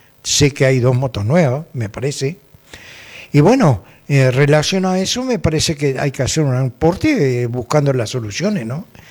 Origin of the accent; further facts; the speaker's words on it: Montevideo, Uruguay; moved away; soy de Montevideo, hace 42 años que vivo acá